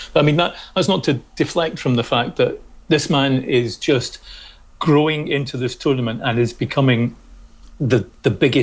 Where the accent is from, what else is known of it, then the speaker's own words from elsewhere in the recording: Scotland, United Kingdom; You know, I'm Scottish